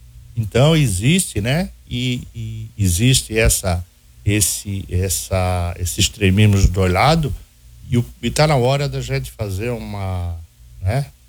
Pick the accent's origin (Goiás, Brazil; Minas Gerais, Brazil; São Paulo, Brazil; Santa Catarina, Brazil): Santa Catarina, Brazil; Camboriú; born there; now in Balneário Camboriú, Brazil; eu nasci em Camboriú, moro no bairro dos Estados e hoje moro em Balneário Camboriú.